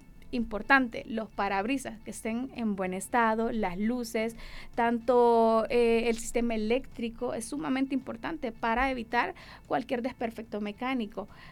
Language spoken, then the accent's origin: Spanish; Honduras; como ciudadanos, como hondureños